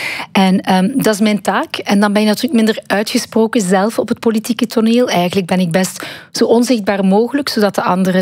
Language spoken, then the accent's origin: Dutch; Ghent, Flanders, Belgium; ook gewoon een Vlaamse ben. Ik ben van Gent, ik ben van Vlaanderen.